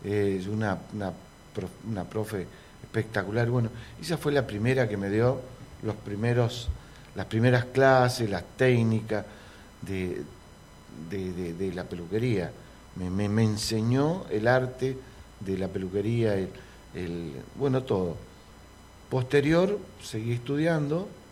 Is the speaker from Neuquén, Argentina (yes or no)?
yes; Villa El Chocón, Neuquén, Argentina; also born or lived in Mendoza; yo soy uno de los tantos que llegaron en el año 69 al Chocón. Mira, padre vino a trabajar a la Villa del Chocón cuando no había nada. Llorábamos porque veníamos de Mendoza, de un lugar verde